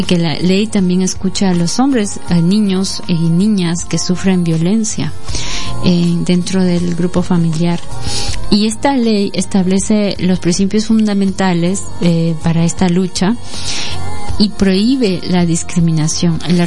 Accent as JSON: {"language": "Spanish", "country": "Peru", "said": "como ciudadanos peruanas y peruanos también los tenemos"}